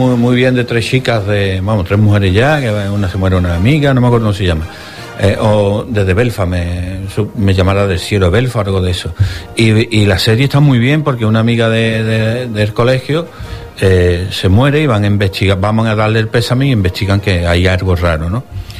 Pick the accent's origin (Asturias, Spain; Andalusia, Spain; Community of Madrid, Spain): Andalusia, Spain; Seville; somos sevillanos, andaluces